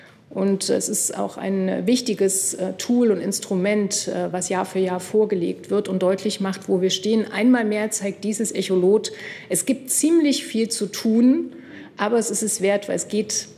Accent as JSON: {"language": "German", "region": "Thuringia", "country": "Germany", "said": "Ich bin der festen Überzeugung, das sage ich auch als Thüringerin ganz bewusst, wo Kinder lernen, wie Demokratie funktioniert, da werden sie sie auch verteidigen."}